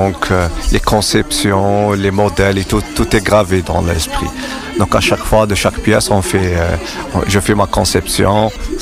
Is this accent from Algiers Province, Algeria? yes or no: yes; Algiers, Algiers Province, Algeria; je suis d'Alger, je représente l'Algérie.